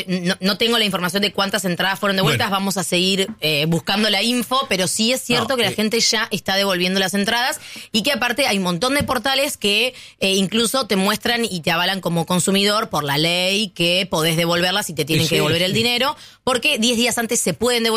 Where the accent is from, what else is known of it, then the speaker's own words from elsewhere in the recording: Argentina; La herida es muy grande porque nosotros como argentinos somos reconocidos como uno de los mejores públicos del mundo